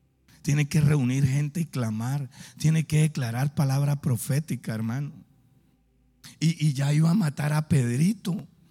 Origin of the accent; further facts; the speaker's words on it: Guaymaral, Bogotá, Colombia; Yo vivía en Comuneros. Yo me crié en Guaymaral. Viví 39 años en Guaymaral. Y llevaba más de 20 en Comuneros.